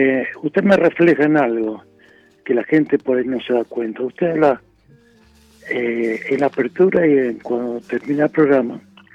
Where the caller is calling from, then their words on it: Berazategui, Buenos Aires Province, Argentina; Soy de Berazategui